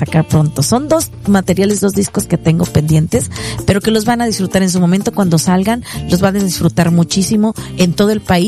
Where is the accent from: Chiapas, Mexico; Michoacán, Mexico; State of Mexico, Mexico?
Chiapas, Mexico; also born or lived in Isthmus of Tehuantepec; de aquí de nosotros los chiapanecos, también me considero claro, chiapaneca.